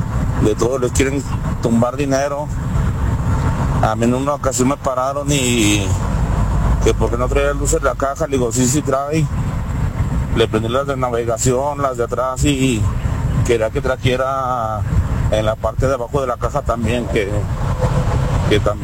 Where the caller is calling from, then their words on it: Aguascalientes, Mexico; Soy hidrocálido 100%.